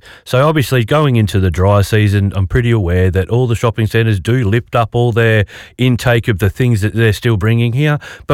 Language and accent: English; Perth, Western Australia, Australia; well, I'm from Perth